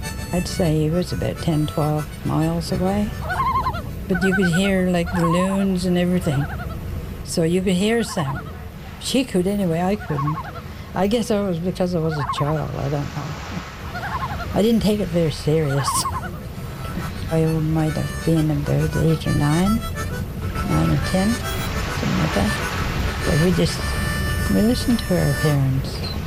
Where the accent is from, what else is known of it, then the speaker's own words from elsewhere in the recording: Paradise River, Newfoundland and Labrador, Canada; also born or lived in Kirkwood; I was born in Kirkwood, raised in Paradise River. It's a beautiful place. We stayed in Paradise River. That was our winter home.